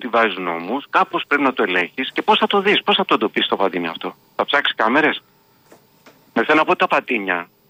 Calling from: Kallithea, Nea Smyrni, Attica, Greece; Εγώ δηλαδή στα μέρη μας, Καλυθέα, Νέας Μήνη, Νότια Προάστη

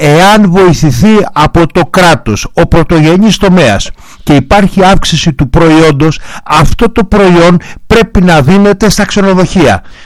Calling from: Aigio, Western Greece, Greece; Εγώ κατάγομαι από το Αίγιο, από το νομό Αχαΐας.

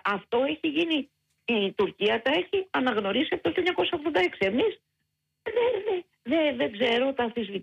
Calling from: Greece; Είμαστε Έλληνες πολιτές.

